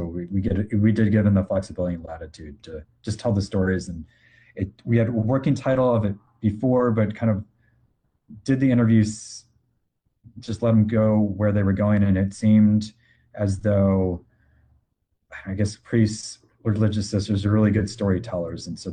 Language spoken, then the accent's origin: English; Chicago, Illinois, United States; And so I grew up in Chicago. So junior high through my time at Notre Dame as undergrad, the Bulls were the most dominant team in the 90s.